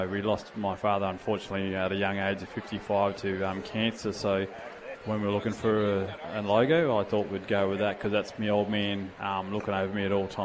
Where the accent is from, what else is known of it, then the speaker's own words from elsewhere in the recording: Berry Springs, Northern Territory, Australia; coming from a backyard and growing up in Berry Springs and always being outside